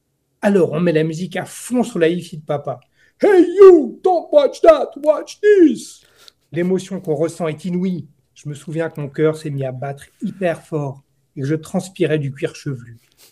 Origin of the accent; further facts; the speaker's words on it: Geneva, Switzerland; Et chez moi en Suisse, C'est l'ouverture en grande pompe d'un nouveau tronçon